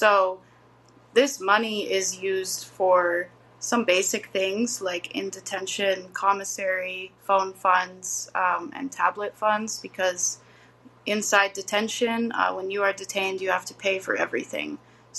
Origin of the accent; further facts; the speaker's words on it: Colorado, United States; I grew up in Colorado in a rural mountain community. And I was surrounded by people in my childhood, people who are immigrants or whose parents are immigrants.